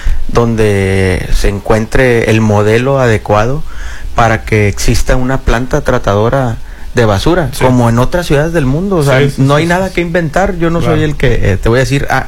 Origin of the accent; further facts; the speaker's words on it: Mazatlán, Sinaloa, Mexico; nosotros somos de allá de Mazatlán